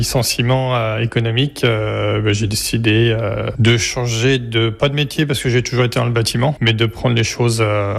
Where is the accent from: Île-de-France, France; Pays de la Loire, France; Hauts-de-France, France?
Pays de la Loire, France; Baugé-en-Anjou; also born or lived in Angers / Saint-Jean-de-la-Motte / La Flèche; now in Clermont-Créans, France; Je suis originaire de Beaugé-en-Anjou, à côté de la Sarthe